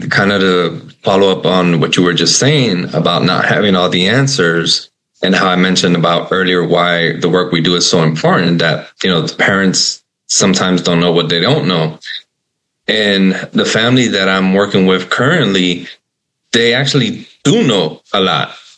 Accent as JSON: {"language": "English", "region": "Florida", "country": "United States", "tie": "born or raised there", "said": "my home state of Florida"}